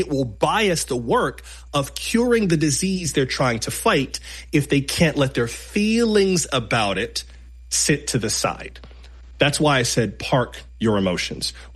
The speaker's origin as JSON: {"language": "English", "region": "Florida", "country": "United States", "tie": "born or raised there", "said": "I grew up in South Florida, so I know from this."}